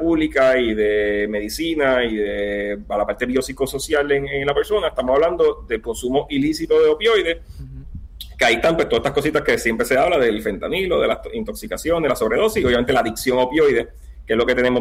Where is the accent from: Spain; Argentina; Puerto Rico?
Puerto Rico